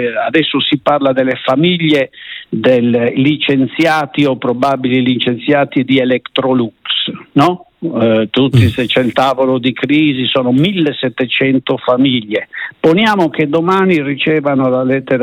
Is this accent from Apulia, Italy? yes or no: no; Sassari, Sardinia, Italy; born there; io personalmente poi sono nato nella stessa città dove è nato Enrico Berlinguer